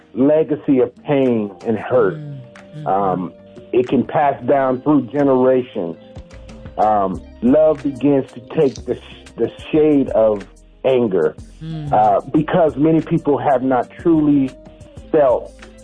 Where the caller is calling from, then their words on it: Austin, Texas, United States; I'm calling from Austin, Texas.